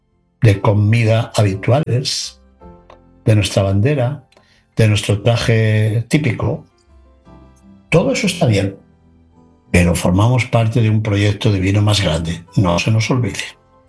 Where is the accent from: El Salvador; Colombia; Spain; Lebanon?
Spain; Sí, soy español, pero formo parte de un proyecto divino más grande.